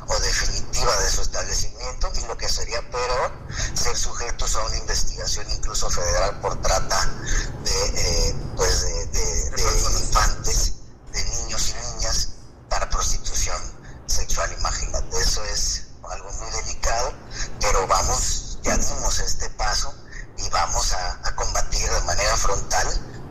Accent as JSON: {"language": "Spanish", "town": "Acapulco", "region": "Guerrero", "country": "Mexico", "tie": "born or raised there", "said": "en Guerrero y en Acapulco particularmente, de donde soy originario"}